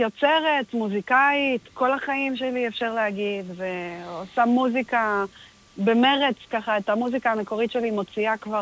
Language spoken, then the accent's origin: Hebrew; Karmei Yosef, Central District, Israel; now in Rehovot, Israel; במקור אני מיישוב קהילתי ופסטורלי בשם קרני יוסף, אם אתה מכיר, במרכז.